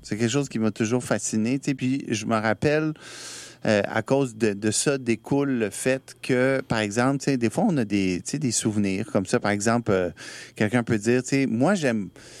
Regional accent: Poland; Jestem Polakiem, bardzo miło jest mówić po polsku też teraz na antenie.

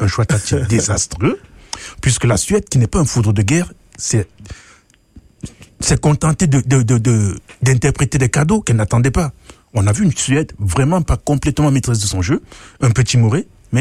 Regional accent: Cameroon; Moi, je suis Camerounais

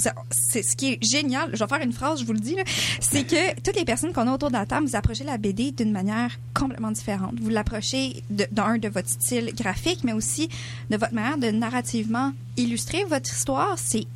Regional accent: Quebec, Canada; C'est pas parce que j'ai un teint de peau différent, c'est pas parce que, tu sais, je suis québécoise.

